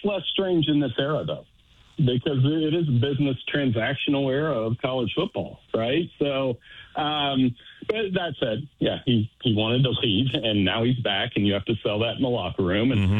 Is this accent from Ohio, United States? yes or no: yes; Ohio, United States; I grew up in Central Ohio.